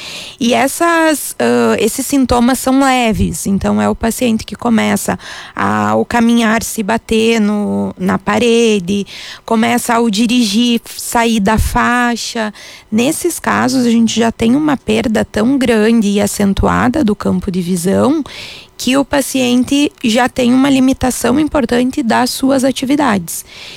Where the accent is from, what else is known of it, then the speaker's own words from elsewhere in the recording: Ijuí, Rio Grande do Sul, Brazil; moved away as an adult; also born or lived in Mogi das Cruzes / São Paulo; now in Encantado, Brazil; Eu sou natural então de Juí, lá na região noroeste do estado. Eu tô residindo aqui em Encantado já tem 4 anos, me apaixonei por essa cidade.